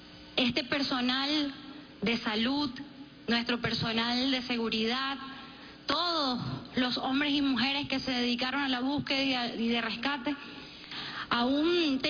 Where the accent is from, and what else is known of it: Venezuela